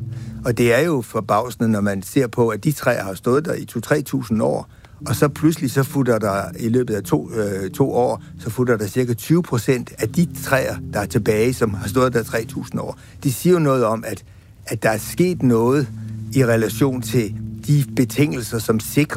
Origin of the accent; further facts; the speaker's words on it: Central Denmark Region, Denmark; also born or lived in Frederiksberg / Humlebæk; Og så bliver … han bliver transplanteret over i Midtjylland, hvor jeg ikke kunne sproget, midt ud i en stor skov.